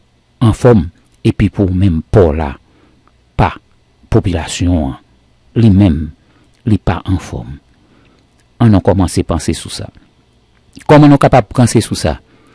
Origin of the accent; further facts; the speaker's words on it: Haiti; nous même nous taillé en tant que communauté en tant que haïtien pas vrai